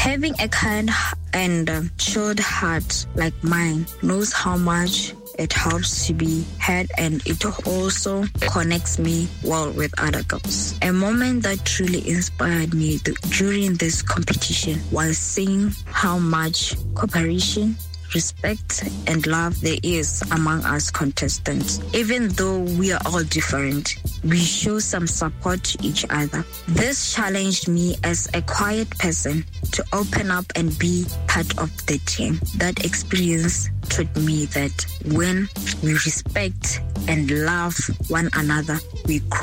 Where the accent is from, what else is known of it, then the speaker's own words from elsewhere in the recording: Serowe, Central District, Botswana; I am 16 years old from 4 student schooling at GSS. I come from Serowe in Rakomuad.